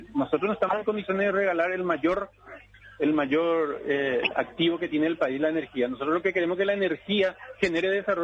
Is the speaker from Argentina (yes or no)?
no; Paraguay; a nosotros como paraguayos nos interesa